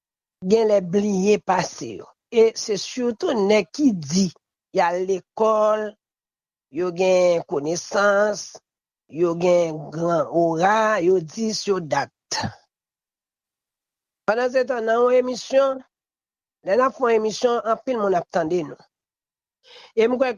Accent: Haiti; Et moi même en tant que haïtien

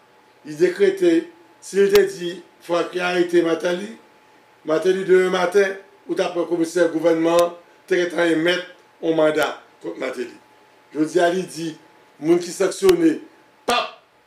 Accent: Haiti; nous sommes jeunes d'Haïti, nous sommes jeunes petits garçons. C'est la première fois que nous avons un livre à sortir dans le pays d'Haïti.

